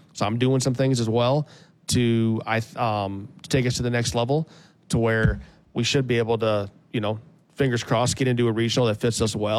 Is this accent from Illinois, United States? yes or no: no; Iowa, United States; now in Arkansas, United States; I'm not from here. I'm from Iowa, okay?